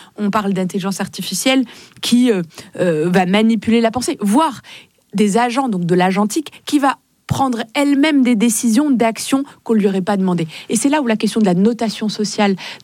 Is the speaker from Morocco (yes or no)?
yes; Morocco; now in France; moi, j'ai grandi au Maroc, dans un pays multiculturel, où musulmans, juifs, chrétiens, pour le coup, vivent ensemble